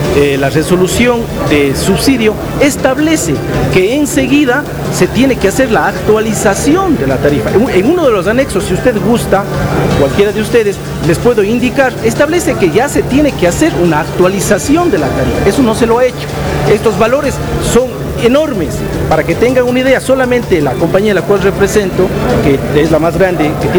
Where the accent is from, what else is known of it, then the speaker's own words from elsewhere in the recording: Cuenca, Azuay, Ecuador; los que somos cuencanos